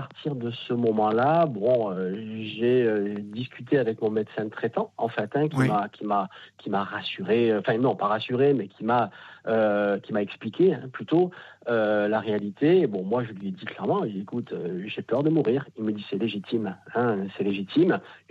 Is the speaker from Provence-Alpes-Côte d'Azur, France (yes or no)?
yes; Marseille, Provence-Alpes-Côte d'Azur, France; Bon là je suis à Colmar en déplacement professionnel, mais effectivement je suis natif du sud de la France.